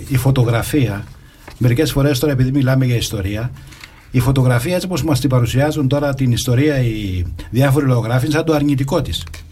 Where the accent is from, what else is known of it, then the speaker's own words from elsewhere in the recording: Livadeia, Central Greece, Greece; η Λιβαδιά σαν αφετηρία ήταν η πόλη, η πρωτεύουσα του νομού Βιωτίας, η πόλη μου δηλαδή